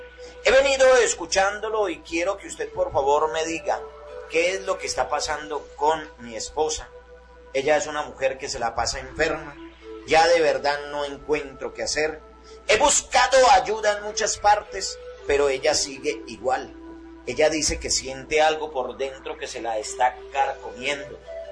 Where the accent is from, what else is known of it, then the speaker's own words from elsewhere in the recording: Armenia, Quindío, Colombia; Hermano de la perfumería Quanon, soy de aquí de Armenia.